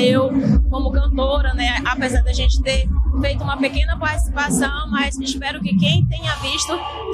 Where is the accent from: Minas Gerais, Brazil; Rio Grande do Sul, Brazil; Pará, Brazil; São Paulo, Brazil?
Pará, Brazil; Mãe do Rio; born there; Eu nasci aqui em Mãe do Rio e eu gosto muito da minha cidade. Aqui está a maior parte da minha família, dos meus amigos que moram aqui. E assim, eu me sinto muito honrada de morar aqui em Mãe do Rio